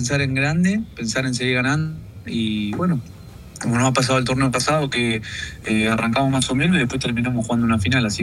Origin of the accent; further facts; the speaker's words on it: Argentina; no solo como argentino, imagino todo el mundo debe estar medio en shock, nosotros como argentinos obviamente